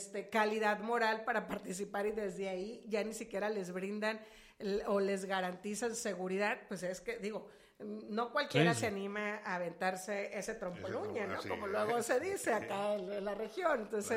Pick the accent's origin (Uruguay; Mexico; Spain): Mexico; todos somos mexicanos y mexicanas con las mismas garantías